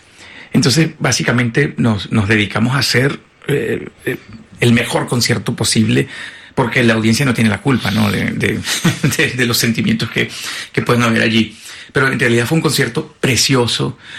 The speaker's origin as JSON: {"language": "Spanish", "country": "Venezuela", "said": "nosotros como venezolanos"}